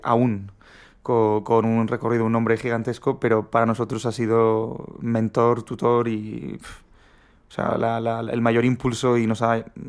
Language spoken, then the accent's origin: Spanish; Catalonia, Spain; Es que yo soy catalán, entonces era claro. Era mi zona, entonces les podía invitar a mi casa